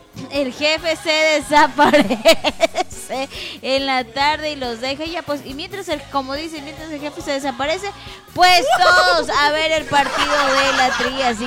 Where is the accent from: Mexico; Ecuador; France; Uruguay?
Ecuador; Así somos aquí los ecuatorianos, somos únicos